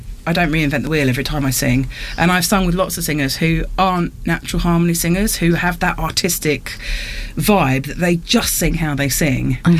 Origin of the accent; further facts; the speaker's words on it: London, United Kingdom; born there; moved away; I grew up in London in my early years.